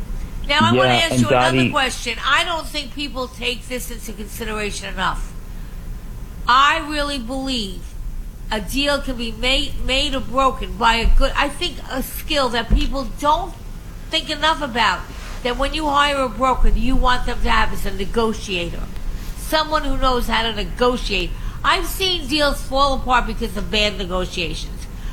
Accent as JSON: {"language": "English", "area": "Long Island", "region": "New York", "country": "United States", "said": "I was from Long Island"}